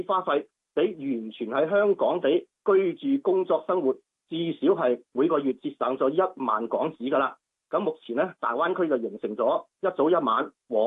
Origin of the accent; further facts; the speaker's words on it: Guangzhou, Guangdong, China; 咁我系广州人嘅。